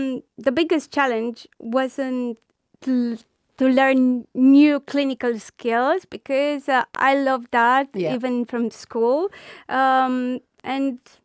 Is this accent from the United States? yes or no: no; Romania; now in United Kingdom; I'm coming from Romania. Okay. I'm original from there, but I'm living here in the UK almost 10 years.